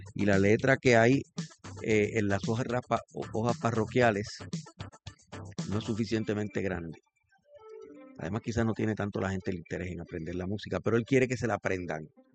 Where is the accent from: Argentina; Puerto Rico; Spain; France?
Puerto Rico; Ponce; yo, que soy de Ponce y que no he sido un católico fervoroso, pero los 14 años que yo llevo de católico